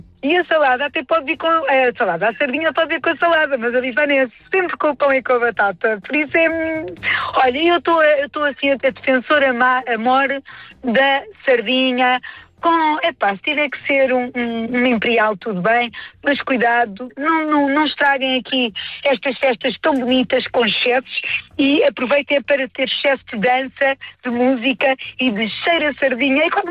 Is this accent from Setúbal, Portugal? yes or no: no; Cascais, Lisbon, Portugal; a banda da minha terra, do Ténis Bar, que é ali de Cascais